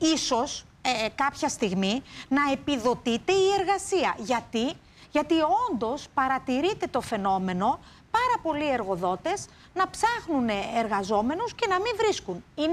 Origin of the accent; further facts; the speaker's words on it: Chania, Crete, Greece; στην πατρίδα μου, στα Χανιά, στην Κρήτη